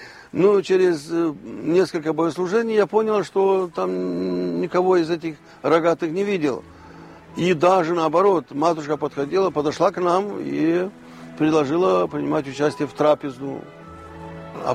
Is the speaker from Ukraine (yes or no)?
no; Moldova; Я сам из Молдавии, молдаванин